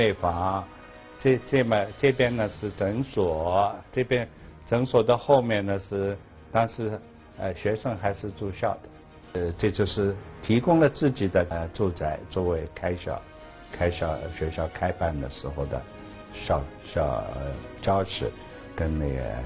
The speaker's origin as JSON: {"language": "Chinese", "region": "Shanghai", "country": "China", "tie": "born or raised there", "said": "就在我的老家，当时叫白客路三家园，现在就是上海的凤阳路。那个地区呢，我们有两个大的宅子，我小时候走进去呢，就像走迷宫那样。"}